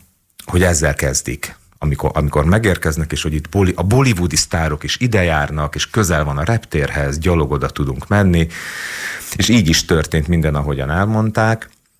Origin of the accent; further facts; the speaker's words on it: Hungary; én egyébként magyar vagyok.